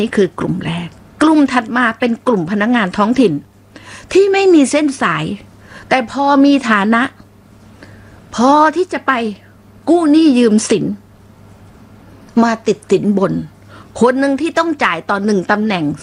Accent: Phuket, Thailand; ดิฉันนี่เกิดมาเป็นคนภูเก็ตโดยกำเนิดนะเกิดถนนดีบุก

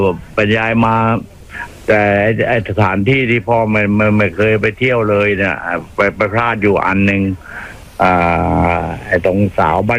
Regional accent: Sing Buri, Thailand; เป็นคนสิงห์บุรี

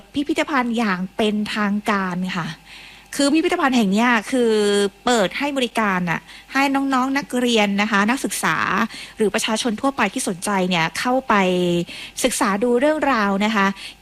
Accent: Southern Thailand, Thailand; ก็ถือว่าเป็นความภาคภูมิใจของพวกเราคนไทยแล้วก็โดยเฉพาะพวกเราชาวใต้นะคะ

